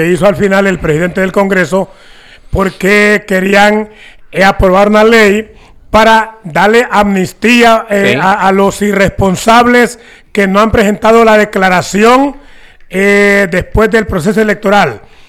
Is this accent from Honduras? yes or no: yes; Honduras; los que somos hondureños responsables.